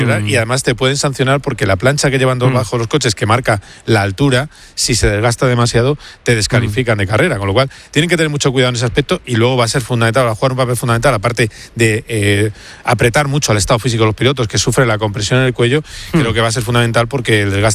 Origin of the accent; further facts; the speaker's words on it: Madrid, Community of Madrid, Spain; Y eso, hombre, está bien, yo como madrileño, pues mira, encantado.